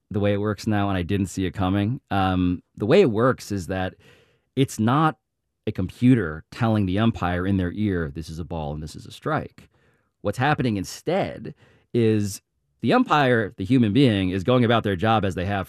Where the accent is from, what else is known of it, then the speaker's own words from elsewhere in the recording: Philippines; I just sort of represented this new young person who was vaguely Asian, but also Mexican. I'm Filipino.